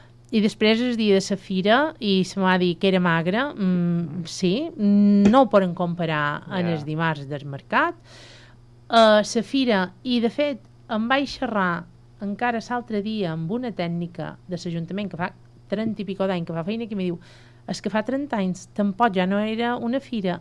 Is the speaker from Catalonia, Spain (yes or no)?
no; Artà, Balearic Islands, Spain